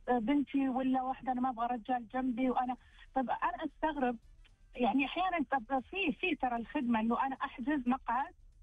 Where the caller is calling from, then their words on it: Riyadh, Riyadh Province, Saudi Arabia; من الرياض.